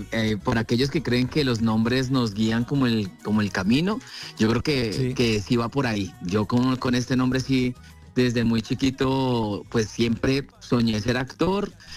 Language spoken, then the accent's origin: Spanish; Cali, Valle del Cauca, Colombia; moved away as an adult; also born or lived in Argentina; now in Bogotá, Colombia; Yo soy caleño, ahora vivo en Bogotá.